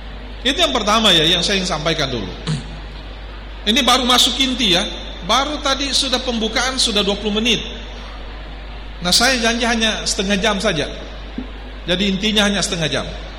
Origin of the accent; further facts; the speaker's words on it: Makassar, South Sulawesi, Indonesia; Karena Saya maaf, saya besar, saya lama di Makassar.